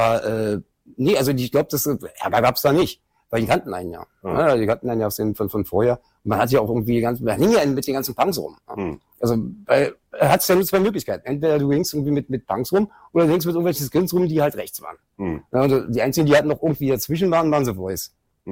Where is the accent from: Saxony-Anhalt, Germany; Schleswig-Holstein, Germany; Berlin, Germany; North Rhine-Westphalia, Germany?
Berlin, Germany; Nee, geboren in Schöneberg, groß geworden in Großberg.